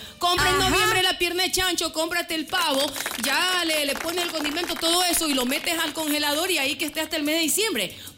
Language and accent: Spanish; Guayaquil, Guayas, Ecuador